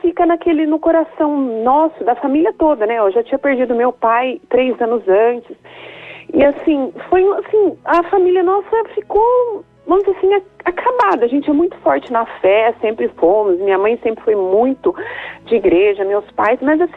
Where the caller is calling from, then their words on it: Mogi Mirim, São Paulo, Brazil; Mojimirim, interior de São Paulo.